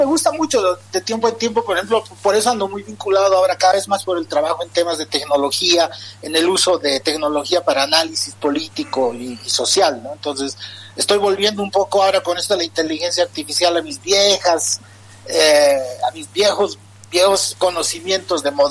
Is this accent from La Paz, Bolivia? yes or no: no; Oruro, Bolivia; moved away as an adult; also born or lived in Switzerland; Yo hice mi bachillerato en Oruro. Yo soy orureño